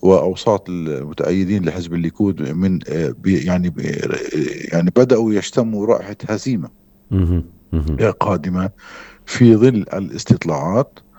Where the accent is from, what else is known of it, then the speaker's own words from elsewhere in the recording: Palestine; نحن كفلسطينيين